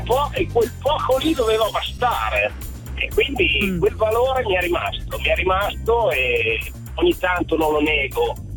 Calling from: Stradella, Lombardy, Italy; Sono di Stradella, un paesino in provincia di Mantova.

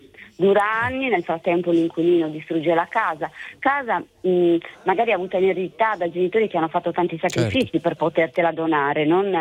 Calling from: Olbia, Sardinia, Italy; Chiamo da Olbia.

